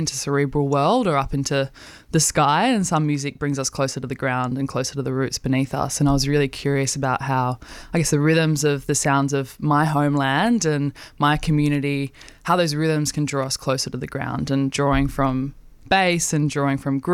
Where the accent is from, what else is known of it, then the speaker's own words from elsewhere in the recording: Alice Springs, Northern Territory, Australia; moved away; also born or lived in Melbourne; I grew up on Arduna country in Alice Springs, and my family were heavily intertwined with KAMA, the Central Australian Aboriginal Media Association.